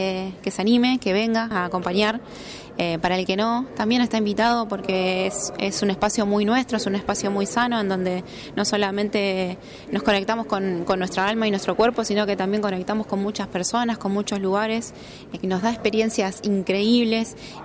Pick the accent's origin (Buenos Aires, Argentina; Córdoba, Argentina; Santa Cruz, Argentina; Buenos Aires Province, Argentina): Santa Cruz, Argentina; Pico Truncado; Soy hija de la Patagonia también, soy de Pico Truncado, Santa Cruz.